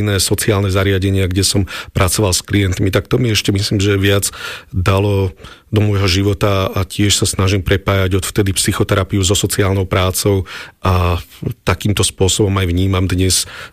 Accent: Bratislava, Bratislava Region, Slovakia; v Lamači, odkiaľ pochádzam

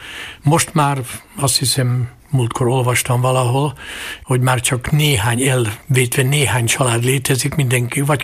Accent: Kežmarok, Prešov Region, Slovakia; also born or lived in Levoča; Igen, mindnyájan Lőcsén születtünk, három testvérem is, mert amikor én születtem, akkor még ómama élt, az ópapa már nem sajnos, úgyhogy édesanyám logikusan Lőcsére ment, akkor mi különben Kézsmárkon laktunk akkor

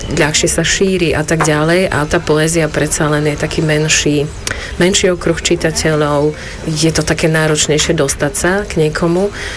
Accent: Prešov, Prešov Region, Slovakia; now in Ružomberok, Slovakia; tak vždy napíšem Prešovčiarka Ružomberok, aby to tam teda bolo, lebo stále som Prešovčanka, to sa nedá.

